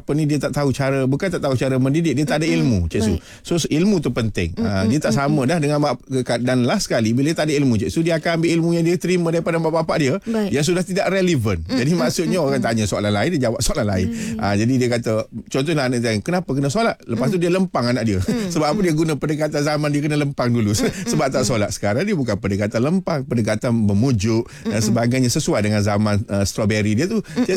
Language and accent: Malay; Kelantan, Malaysia; kita sebagai orang Kelantan ni